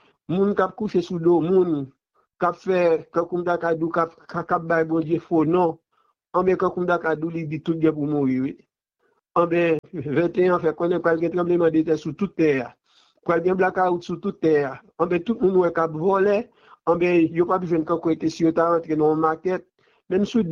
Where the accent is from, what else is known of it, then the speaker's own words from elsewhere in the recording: Haiti; On est haïtien, ce n'est pas chita qui n'a pas un paquet de monde.